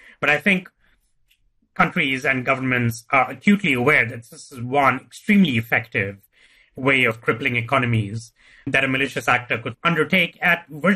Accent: India; So I'm from India, for example

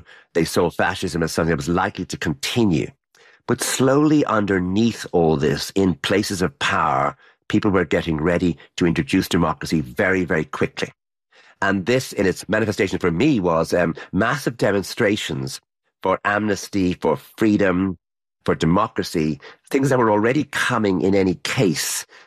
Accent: Ireland

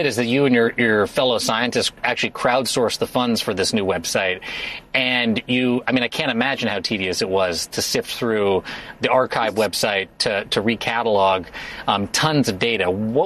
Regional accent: Los Angeles, California, United States; the horrible, horrible wildfires that happened in my hometown of Los Angeles.

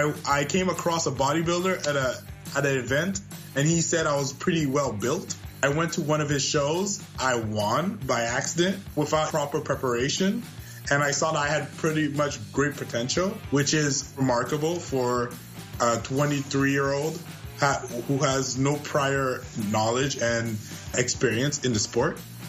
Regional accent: Canada; I am 23 years old, and I am a Canadian athlete that uses a wheelchair.

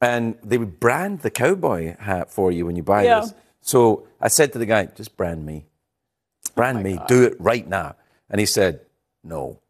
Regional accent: Scotland, United Kingdom; I'm from Scotland

